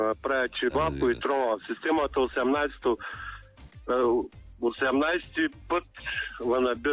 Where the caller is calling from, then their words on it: Ruse Province, Bulgaria; аз съм от Русенско